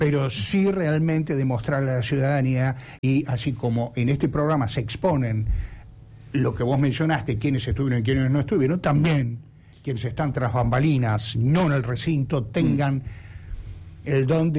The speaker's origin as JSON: {"language": "Spanish", "country": "Argentina", "said": "es un deber de cada uno de nosotros como ciudadanos argentinos."}